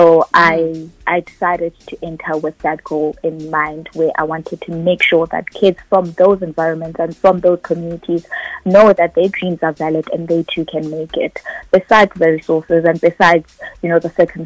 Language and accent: English; Tembisa, Gauteng, South Africa; I think the passion started when I was staying in Tembisa. I was born in Tembisa, and I grew up in Tembisa for quite a few years. And due to some unforeseen circumstances, I had to move in with my aunt and uncle in the suburbs